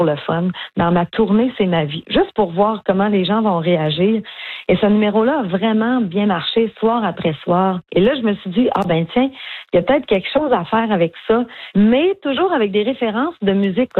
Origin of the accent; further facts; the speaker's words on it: Normandin, Quebec, Canada; born there; Le Clairon, c'est un bar où je travaillais quand j'étais jeune, au Lac Saint-Jean, à Normandin.